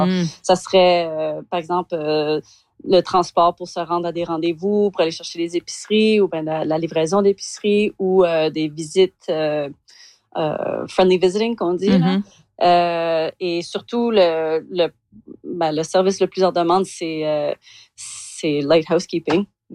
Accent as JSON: {"language": "French", "town": "Calgary", "region": "Alberta", "country": "Canada"}